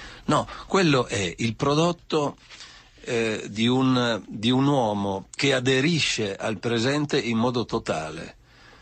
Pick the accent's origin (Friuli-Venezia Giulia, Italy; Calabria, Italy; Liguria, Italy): Friuli-Venezia Giulia, Italy; Trieste; io sono di Trieste, il faro si chiama la lanterna